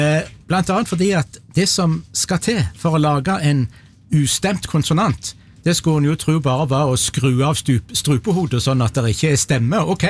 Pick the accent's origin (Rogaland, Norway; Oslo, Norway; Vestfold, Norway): Rogaland, Norway